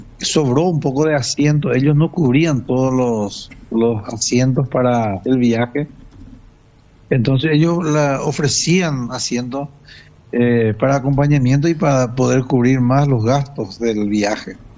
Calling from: Colonia Independencia, Guairá, Paraguay; nosotros somos de Colonia Independencia. Vivimos acá a orillas del Cerro de Uturuzú

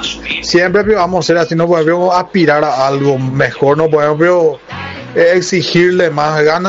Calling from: Paraguay

